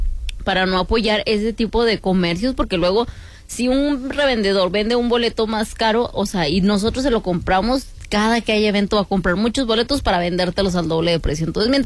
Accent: Mexico; como buenos mexicanos, todo dejamos hasta el último.

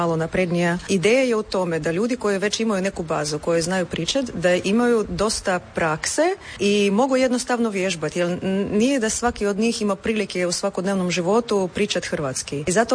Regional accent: Russia; Croatian is a second language; now in Croatia; Edo je iz Hrvatske, ja sam iz Rusije, ali poprilično dobro sam savladala.

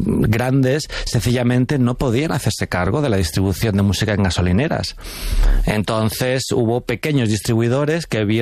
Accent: Alcorcón, Community of Madrid, Spain; cuando decían, ¿tú de dónde eres? Yo decía, Alcorcón, la gente era como... ¿Sabes? En plan, como que les parecía gracioso ser de Alcorcón. Y yo, ¿qué pasa? En plan, para mí ser de Alcorcón era normal.

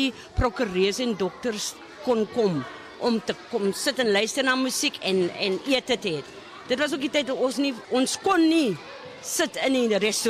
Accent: Strand, Western Cape, South Africa; ek het groot geword in die Strand.

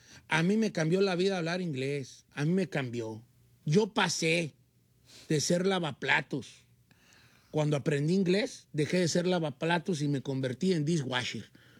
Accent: Guadalajara, Jalisco, Mexico; Soy de Guadalajara, decimos éxito.

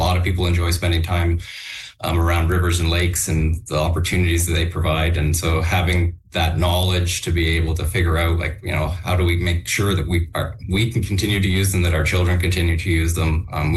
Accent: Ontario, Canada; I had the opportunity growing up in Southern Ontario to spend a lot of time around water

